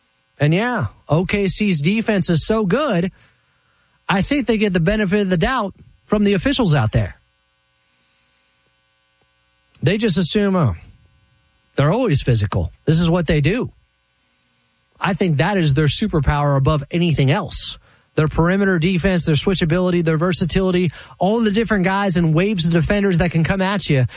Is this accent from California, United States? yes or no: yes; Sacramento, California, United States; Number one, as I mentioned, I'm from Sacktown.